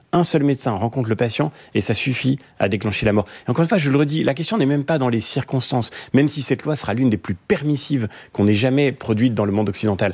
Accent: France; et nous sommes Français collectivement engagés derrière ce choix

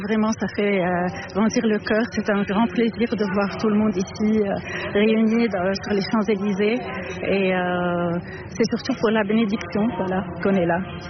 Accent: Lebanon; now in Paris, France; Je suis libanaise et je vis à Paris.

